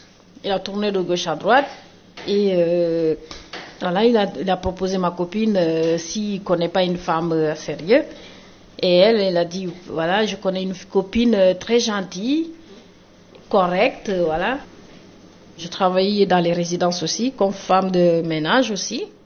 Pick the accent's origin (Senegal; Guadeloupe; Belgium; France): Senegal; voilà. Et je suis sénégalaise.